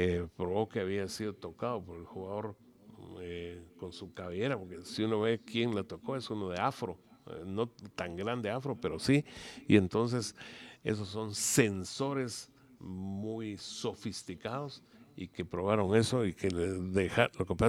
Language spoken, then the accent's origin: Spanish; Guatemala; soy guatemalteco